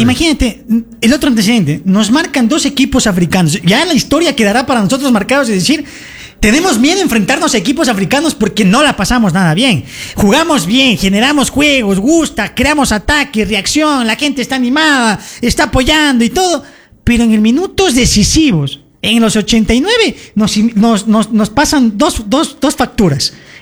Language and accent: Spanish; Ecuador; ¿Por qué a nosotros nos pasa esto como ecuatorianos